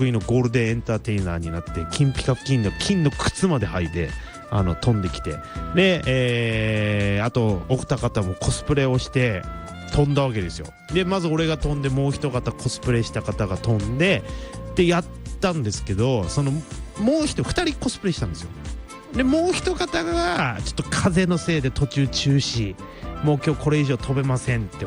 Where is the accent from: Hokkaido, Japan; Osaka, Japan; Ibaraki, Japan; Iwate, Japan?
Ibaraki, Japan; 俺ら茨城県民すげえ馴染みがあるんだよね。